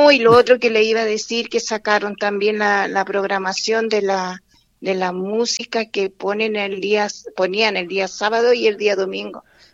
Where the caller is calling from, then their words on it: Rengo, O'Higgins, Chile; Estoy llamando de Rengo.